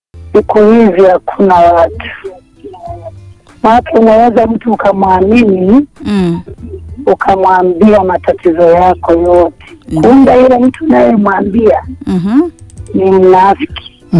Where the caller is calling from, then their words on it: Simiyu, Tanzania; nipo Masanza Kona Wilaya Feta mkoa wa Simiyu.